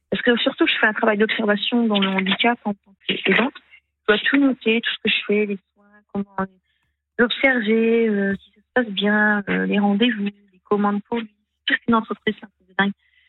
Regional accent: France; Je veux dire, pourtant, je suis française, hein, je veux dire, j'ai des papiers et tout.

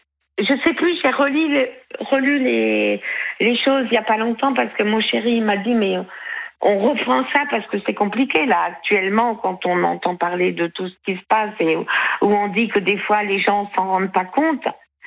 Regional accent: Brittany, France; je repars chez moi, en Bretagne.

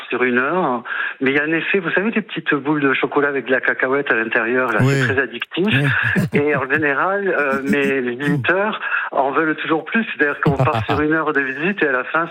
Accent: Toulouse, Occitanie, France; Je suis toulousain, donc je parle sans crainte.

